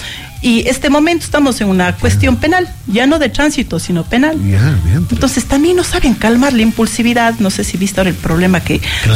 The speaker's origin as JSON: {"language": "Spanish", "town": "Cuenca", "region": "Azuay", "country": "Ecuador", "said": "Ya sabes cómo somos los cuencanos, nos quejamos de todo."}